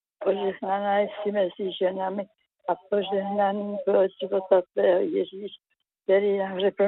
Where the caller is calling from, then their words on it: Moravia, Czechia; z Moravy, chtěla bych se pomodlit za posílu v nemoci pro moje sourozence